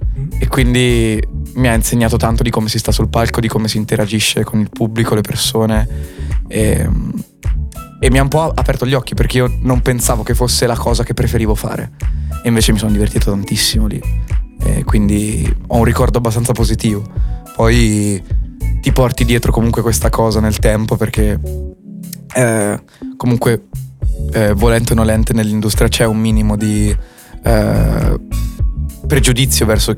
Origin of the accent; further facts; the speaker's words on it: Ancona, Marche, Italy; io sono di Ancona